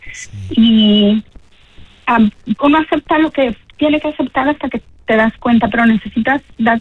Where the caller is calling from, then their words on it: Anaheim, California, United States; les llamo de Anaheim.